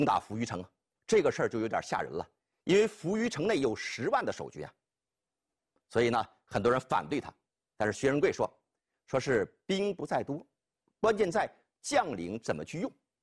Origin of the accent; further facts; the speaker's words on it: China; 我们中国人呢心目当中